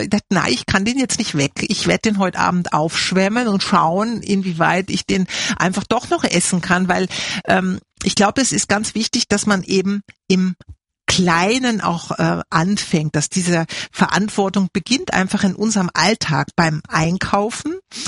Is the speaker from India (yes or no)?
no; Bielefeld, North Rhine-Westphalia, Germany; war ich in meiner Heimatstadt Bielefeld, wo ich geboren bin und zur Schule gegangen bin, mit meiner Mama unterwegs.